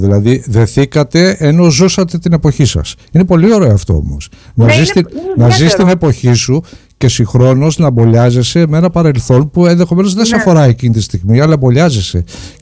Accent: Zakynthos, Ionian Islands, Greece; είμαστε τρία παιδιά από τη Ζάκυνθο και πάμε και τον χαιρετάμε χαρά που είμαστε Ζακυνθινοί εκεί πέρα.

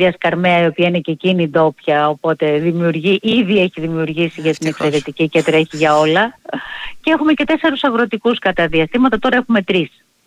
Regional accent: Athens, Attica, Greece; born there; moved away as an adult; now in Ithaca, Greece; Καλά, εγώ μεγάλωσα και στην Αθήνα, αλλά τέλος πάντων η καταγωγή ήταν από εδώ και ερχόμασταν κάθε καλοκαίρι, κάθε χρόνο.

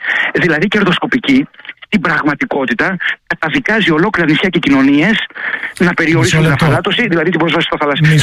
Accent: Ionian Islands, Greece; την ιδιαίτερη πατρίδα μου, την Κεφαλονιά και την Ιθάκη.

